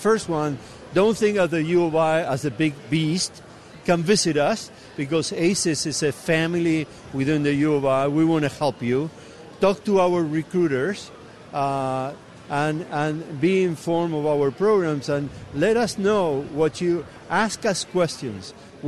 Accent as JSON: {"language": "English", "country": "Argentina", "tie": "born or raised there", "lives_now": "United States", "said": "He's from my hometown, so I love it."}